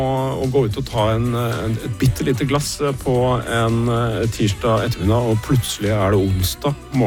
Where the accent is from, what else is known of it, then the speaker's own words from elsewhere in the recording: Drøbak, Akershus, Norway; Jeg jo barnefødt i Drøbak